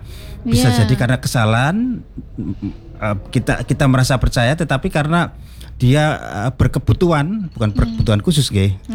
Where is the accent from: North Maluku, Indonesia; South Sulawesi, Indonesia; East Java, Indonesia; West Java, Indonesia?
East Java, Indonesia; Lamongan; Asli Lamongan